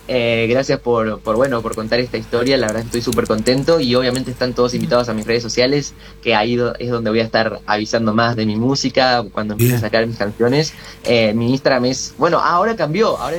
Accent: Corrientes, Argentina; soy de Corrientes

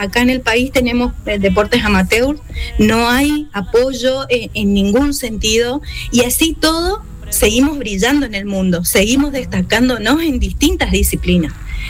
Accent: Argentina

